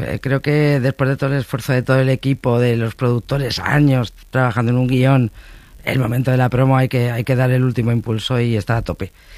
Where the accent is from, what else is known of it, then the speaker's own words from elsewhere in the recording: Bilbao, Basque Country, Spain; now in Madrid, Spain; Sí, vivo en Madrid, soy de Bilbao, pero vivo en Madrid porque, sabes que de pequeño el cine no estaba más que aquí, en el centro, entonces aquí tuve que venir.